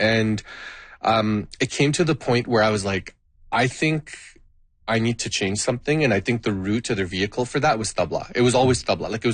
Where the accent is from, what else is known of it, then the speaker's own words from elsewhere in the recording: Richmond Hill, Ontario, Canada; born there; first language Gujarati; English is a second language; also born or lived in Scarborough, Toronto; we moved from Scarborough in 93. So I was an 8-year-old boy, and Scarborough is just, when I was growing up in Scarborough, everyone looked like me. Everyone was just everyone. And then moving to Richmond Hill